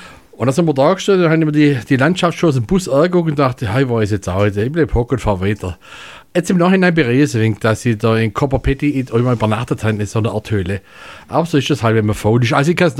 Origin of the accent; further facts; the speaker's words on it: Baden-Württemberg, Germany; Ich bin dein italienischer Schwäbisch.